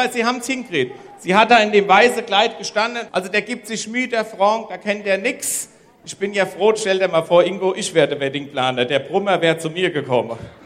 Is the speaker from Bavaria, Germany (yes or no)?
no; Hesse, Germany; Wir haben ja noch Hausgeburten bei uns in Oberhessen. Ich komme jetzt wirklich auch aus Oberhessen.